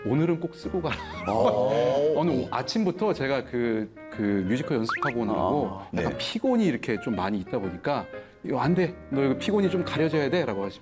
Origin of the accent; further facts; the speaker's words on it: Seoul, South Korea; born there; 저는 태어나기로는 서울에 태어났는데 저도 뭐 충청의 피가 흐르고 있죠.